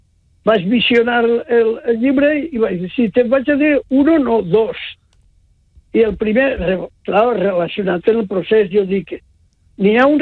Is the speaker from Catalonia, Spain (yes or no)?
no; Valencian Community, Spain; valencians que som uns més infot i no sabem conservar aquesta cultura.